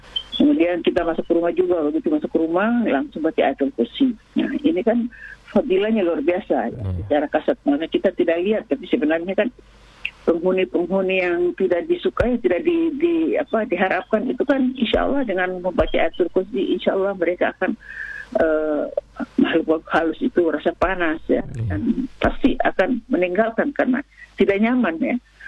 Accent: North Maluku, Indonesia; kita orang Maluku Utara ya, terutama yang ada di Ternate ini.

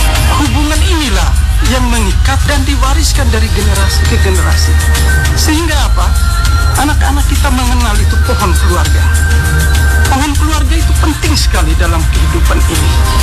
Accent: Wolotopo, East Nusa Tenggara, Indonesia; macam kami di Boltopo, misalnya saya suku Atarobo

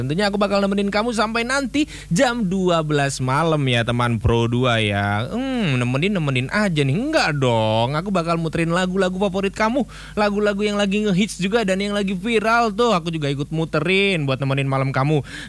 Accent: Semarang, Central Java, Indonesia; Iya, dan kebetulan juga aku dari Semarang ya.

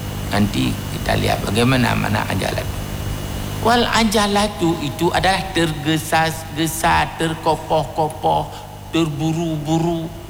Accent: Indonesia; born there; Ada orang di kampung saya di Pasir dulu

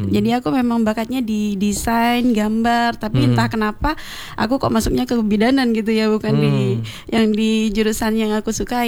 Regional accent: Kalisat, East Java, Indonesia; saya ingin mengangkat nama desa saya. Saya kira memang di Indonesia ini nggak ada lagi ya nama Pocangan kecuali di desa saya.

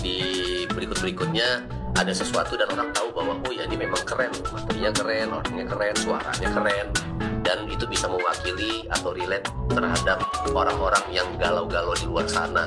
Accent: West Sumatra, Indonesia; dan terus terang kan gua orang Minang, lo orang Medan kan.

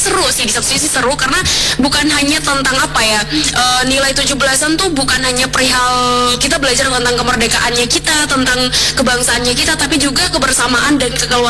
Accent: Tobelo, North Maluku, Indonesia; Aku dari Tobelo

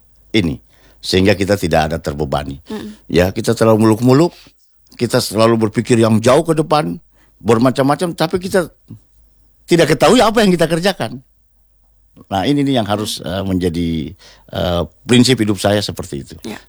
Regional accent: Kendari, Southeast Sulawesi, Indonesia; Hanya Papa sempat tugas di Muna, gitu. Kita di Kendari semua.

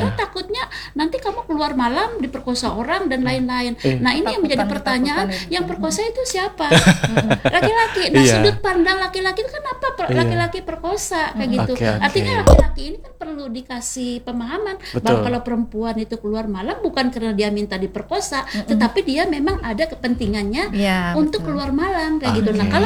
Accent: Central Kalimantan, Indonesia; saya sebagai orang Kalteng sendiri

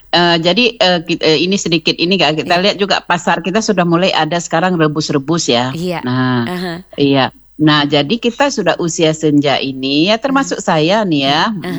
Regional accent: Aceh, Indonesia; kita kan orang Aceh

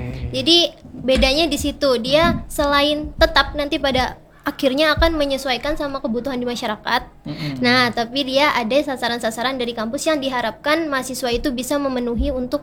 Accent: Palangka Raya, Central Kalimantan, Indonesia; Seru banget sih, soalnya aku kan kebetulan orang Palangka juga, jadi nggak terlalu sering keluar kota gitu kan.

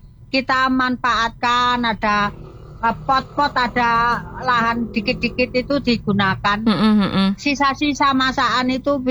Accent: Java, Indonesia; Pokoke Mbak Yaya, kita sebagai orang Jawa, kita itu menggunakan rempah-rempah.

